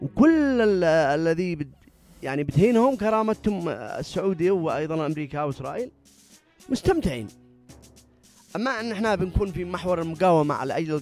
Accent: Yemen; لتدفعنا اليمنيين

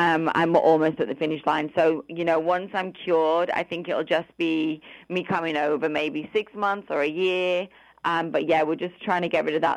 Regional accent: England, United Kingdom; now in Australia; But I'm actually originally from England. So if I lived in England

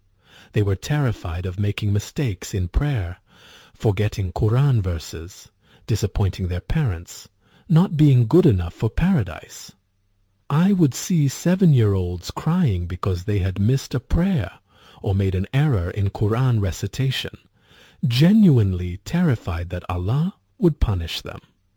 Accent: Riyadh, Riyadh Province, Saudi Arabia; I was born in April 1989 in Riyadh, Saudi Arabia, into a deeply religious family. My father was an imam at a local mosque.

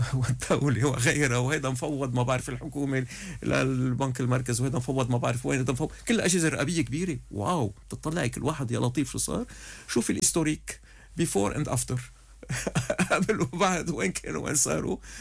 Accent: Lebanon; نحن قاعدين بعدنا عم نبرم حول نفسنا كدولة لبنانية، بحكي كلبنانيين.

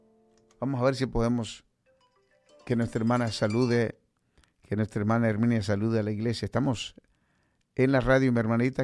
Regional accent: Guatemala; en mi país Guatemala

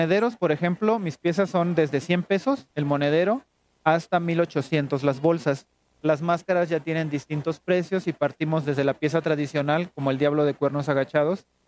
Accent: Chapulhuacanito, San Luis Potosí, Mexico; Soy de Chapulhuacanito, en Tamazunchale.

